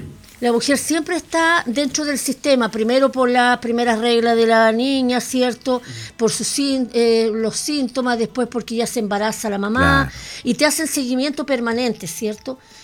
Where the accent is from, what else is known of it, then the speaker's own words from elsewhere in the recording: Los Lagos, Chile; also born or lived in Osorno; yo soy una mujer de campo. Vivo, me nací a los pies del volcán Osorno, por Quilapan.